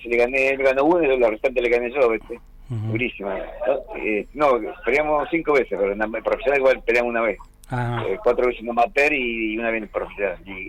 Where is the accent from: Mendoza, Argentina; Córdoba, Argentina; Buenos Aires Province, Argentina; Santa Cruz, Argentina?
Santa Cruz, Argentina; Río Gallegos; born there; also born or lived in Gobernador Gregores; yo soy nacido en Río Gallegos, y yo me inicié en Gordón Gregores. con mi madre vivía allá, vivimos allá en Gregorio en el año 84, imagínate.